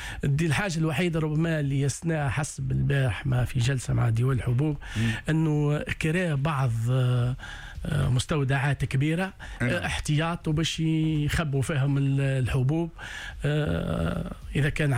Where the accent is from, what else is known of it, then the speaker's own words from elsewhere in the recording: Tunisia; ومثل ماشي دواء عندنا في تونس يداوي مرض الميلديو